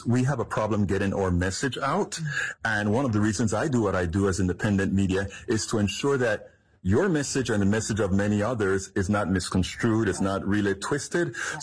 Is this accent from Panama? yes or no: yes; Panama; now in United States; I am from Panama, Central America